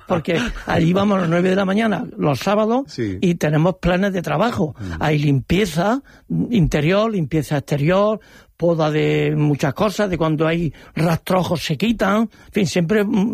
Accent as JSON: {"language": "Spanish", "town": "Linares", "region": "Andalusia", "country": "Spain", "said": "Los que no fallamos normalmente somos los de Linares"}